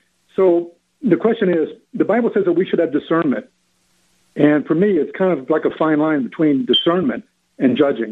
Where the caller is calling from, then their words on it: Las Vegas, Nevada, United States; I'm calling in from Las Vegas.